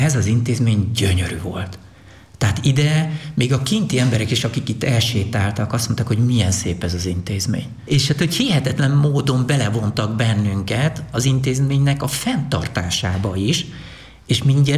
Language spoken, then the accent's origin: Hungarian; Hungary; born there; Én is itt születtem. Ez a hazám.